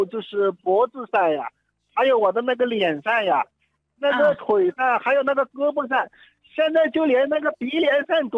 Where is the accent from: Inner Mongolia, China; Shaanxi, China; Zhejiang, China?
Inner Mongolia, China; Baotou; 我呢是包头这边的。